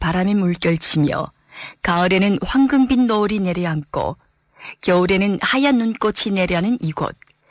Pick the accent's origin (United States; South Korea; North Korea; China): China; Yanbian, Jilin; 우리 고향 연변은 꽃처럼 아름다운 동네입니다.